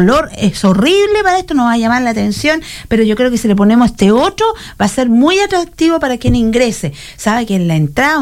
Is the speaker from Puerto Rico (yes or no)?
no; Chile; muy buenos somos los chilenos